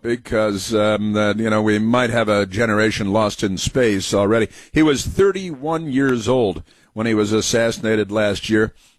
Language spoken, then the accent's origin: English; Illinois, United States; born or raised there